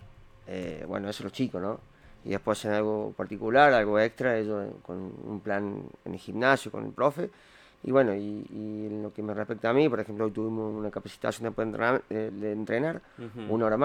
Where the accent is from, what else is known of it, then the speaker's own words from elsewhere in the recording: Alta Gracia, Córdoba, Argentina; now in Córdoba, Argentina; Yo desde que me fui acá de Altagracia a Córdoba, solamente quería capacitarme, esforzarme, y era como hacer una facultad, decía.